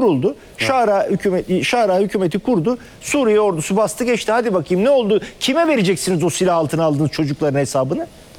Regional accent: Malatya, Turkey; Biz tanımasak, bilmesek ben Malatyalıyım ya. Orayı da bilirim.

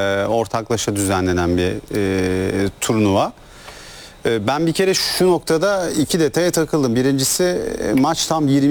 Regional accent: Hayrabolu, Tekirdağ, Turkey; ben yani kasaba Ayrabolu'da doğup büyüdüğüm için

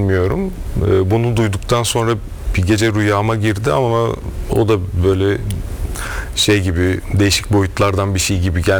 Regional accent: Aegean Region, Turkey; also born or lived in Milas, Turkey / İzmir, Turkey; now in Bodrum, Turkey; Ege'li gibi hissediyorum kendimi gerçekten. Çünkü ortaokulu ve üniversiteyi İzmir'de okudum. Milas'ta doğdum. Artık Bodrum'da yaşıyoruz. Ama hep Ege oldu hayatımda.

